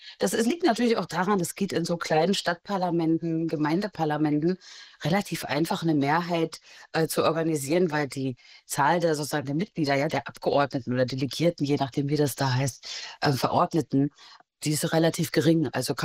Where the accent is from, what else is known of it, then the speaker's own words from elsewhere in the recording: Mecklenburg-Vorpommern, Germany; Nee, also wenn ich nach Mecklenburg fahre, fahre ich natürlich nach Mecklenburg, gerade als Mecklenburgerin.